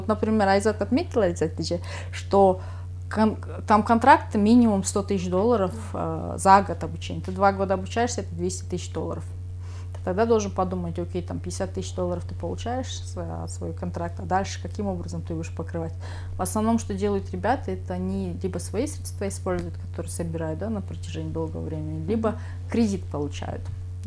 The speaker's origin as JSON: {"language": "Russian", "country": "Kyrgyzstan", "said": "Возможно, я даже первая кыргызка, которую там... Я, конечно, не изучала, но мне кажется, что я первая кыргызка, которая этот университет закончила вообще."}